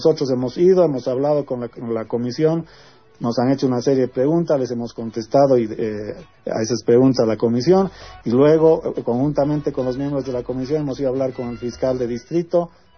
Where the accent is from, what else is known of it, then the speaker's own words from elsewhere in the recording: Bolivia; mi opinión personal como ciudadano boliviano